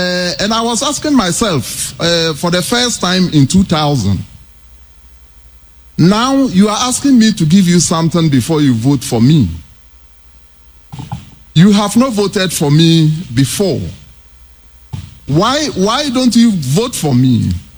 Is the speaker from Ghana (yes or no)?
yes; Ghana